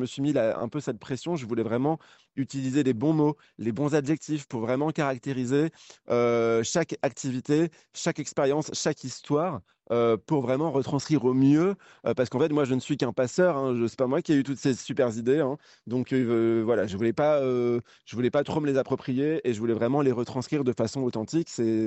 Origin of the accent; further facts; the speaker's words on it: Quiberon, Brittany, France; moi, je viens de la presqu'île de Quiberon.